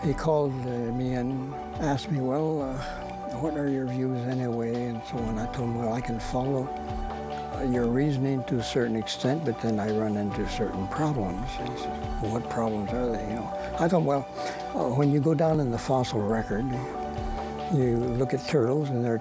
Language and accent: English; Haiti; also born or lived in Switzerland / France; I was born in Switzerland, grew up there for a few years, went to France for 1 year, went to France for Haiti, where I spent most of my young childhood and mid-years of youth there.